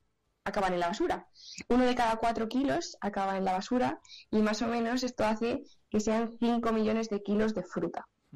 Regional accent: Fuente-Armejil, Castile and León, Spain; pues pasa en muchos pueblos de Soria, por ejemplo. Sin ir más lejos, mi pueblo es Fuente-Armejil. Nos tenemos que desplazar prácticamente 20 kilómetros hasta la tienda más cercana de alimentación.

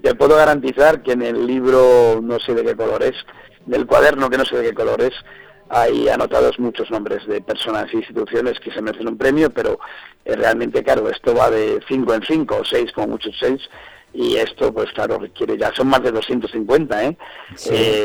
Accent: Zamora, Castile and León, Spain; todos los que somos zamoranos

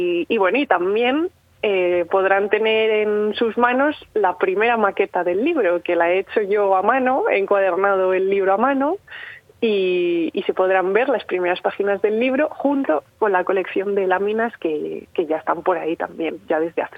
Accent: Medina del Campo, Castile and León, Spain; De Medina del Campo

